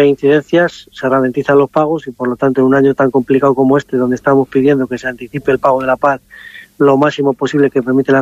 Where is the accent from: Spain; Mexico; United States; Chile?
Spain; Castile and León; aquí estamos en mi pueblo, Sila Bajos.